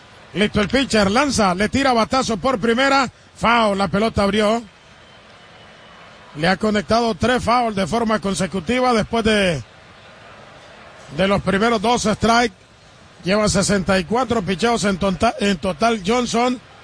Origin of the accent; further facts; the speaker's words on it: Nicaragua; Roberto Clemente, recordado en Nicaragua, en mi país